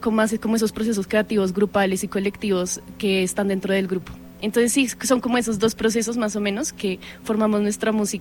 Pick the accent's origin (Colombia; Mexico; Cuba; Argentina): Colombia; Bogotá, Bogotá Capital District; no tan lejanos, de Bogotá, sí.